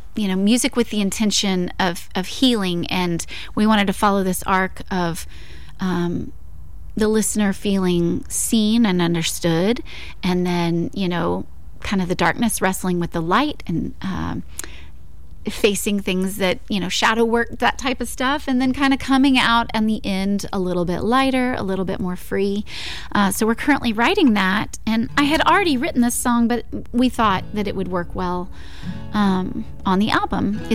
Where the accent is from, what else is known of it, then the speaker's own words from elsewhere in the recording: Kerrville, Texas, United States; I'm originally from Kerrville